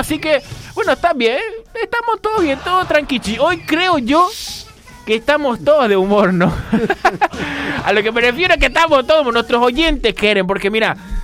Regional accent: Paraguay; Porque soy paraguayo y bueno, el frío no me detiene.

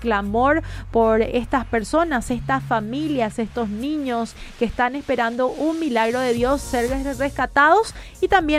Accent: Paraguay; como nación paraguaya también oremos por Venezuela

